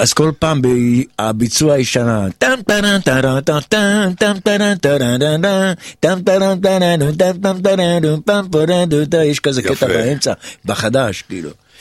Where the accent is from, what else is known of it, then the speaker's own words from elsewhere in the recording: Tel Aviv, Tel Aviv District, Israel; אני גדלתי בתל אביב, בדרום תל אביב